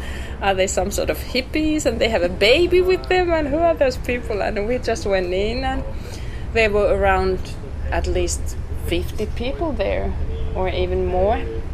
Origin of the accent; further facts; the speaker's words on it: Kalajoki, North Ostrobothnia, Finland; English is a second language; And the local Greens asked me to be their candidate in Kalajoki, in my hometown.